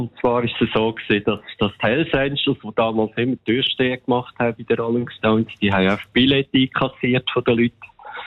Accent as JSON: {"language": "German", "town": "Zeinigen", "region": "Aargau", "country": "Switzerland", "tie": "born or raised there", "said": "hat da unser Gärtner von Zeinigen, wo ich aufgewachsen bin, hat einmal den Rasen gewechselt"}